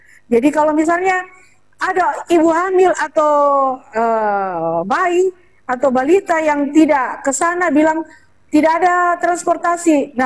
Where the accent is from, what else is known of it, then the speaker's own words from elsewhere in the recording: Parepare, South Sulawesi, Indonesia; Kita ini orang Pare-Pare ini banyak ikan.